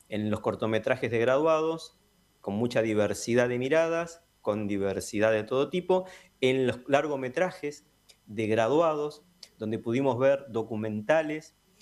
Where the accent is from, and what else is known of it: Argentina